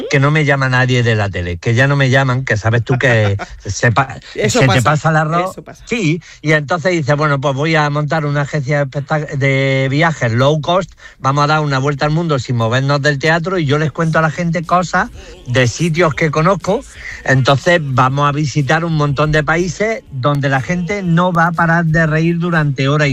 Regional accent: Jaén, Andalusia, Spain; bueno, no soy políglota, soy de Jaén, pero que... es malo este.

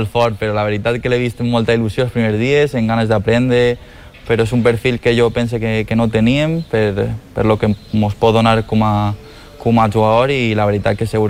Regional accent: Valencian Community, Spain; Pues és una responsabilitat molt bonica, perquè al final estem representant a molta gent

